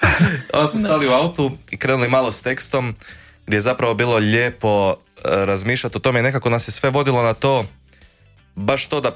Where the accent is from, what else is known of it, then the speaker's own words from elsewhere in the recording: Voloder, Sisak-Moslavina County, Croatia; Dakle, mi živimo u Voloderu. Iz Volodera smo oboje, živimo 5 minuta autom jedan od drugog